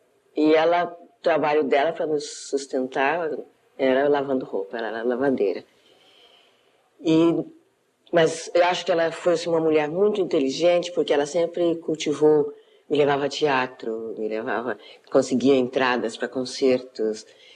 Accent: Rio de Janeiro, Brazil; born there; also born or lived in Minas Gerais; eu nasci aqui no Rio de Janeiro, no Engenho de Dentro. E meu pai tinha um pequeno sítiozinho, uma fazendola no interior de Minas. E fui para lá muito pequenininha, com meses para lá. E ali cresci, voltei para o Rio de Janeiro quando tinha 8 anos de idade.

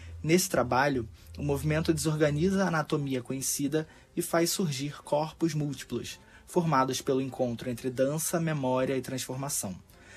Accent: Rio de Janeiro, Brazil; fotógrafo e artista visual, nascido e criado no conjunto de Favelas da Maré, no Rio de Janeiro.

